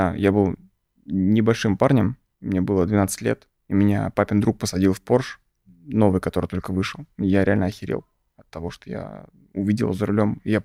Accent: Moscow, Russia; born or raised there

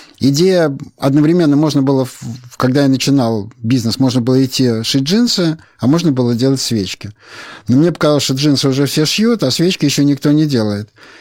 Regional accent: Saint Petersburg, Russia; я как питерский человек, мне, в принципе, нравятся рюмочные.

